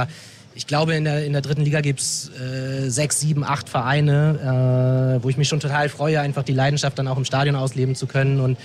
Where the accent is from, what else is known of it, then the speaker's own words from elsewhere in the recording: Osnabrück, Lower Saxony, Germany; Ja, Osnabrück ist raus, meine alte Heimat.